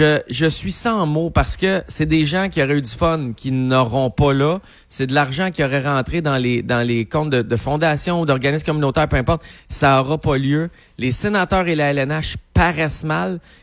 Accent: Gatineau, Quebec, Canada; Moi, je suis de Gatineau, mais j'ai le goût de prendre pour le Canadien.

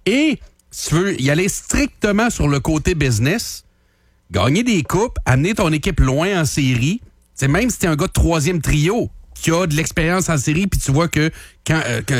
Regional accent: Quebec City, Quebec, Canada; moved away as an adult; now in Charny, Canada; ça reste mon coin. Tu sais, je parle souvent de mon hood à Charlebourg. C'est Saint-Rodrigue, c'est là que j'ai grandi. Mais ça fait 15 ans que j'habite à Charny

